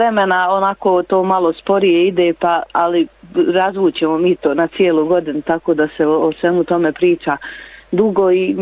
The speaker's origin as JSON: {"language": "Bosnian", "town": "Gradačac", "region": "Federation of Bosnia and Herzegovina", "country": "Bosnia & Herzegovina", "tie": "born there", "moved": "as an adult", "lives_now": "Sarajevo, Bosnia and Herzegovina", "said": "ja sam rođena u Gradašcu i prije neke 26 godina sam otišla da studiram u Sarajevo i tako sam eto tamo i ostala"}